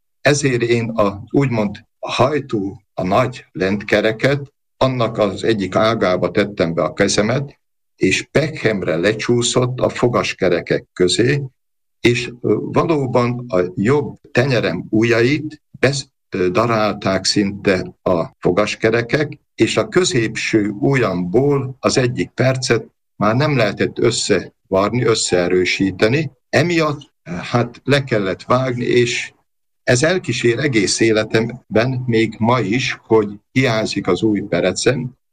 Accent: Hrušov, Košice Region, Slovakia; also born or lived in Rožňava; Valóban Rozsnyón születtem, annak idején már a kórházi születések voltak, én ott születtem, de körtvélyesen nevelkedtem föl. 15 éves koromban kerültem el Kassára.

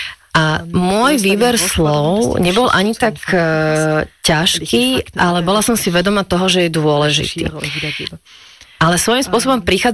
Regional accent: Germany; aj ja som nakúpila ako Nemka

